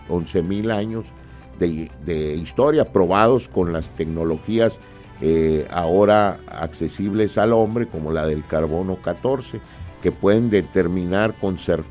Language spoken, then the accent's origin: Spanish; Mexico; nosotros somos ni mexicas ni españoles, somos mexicanos.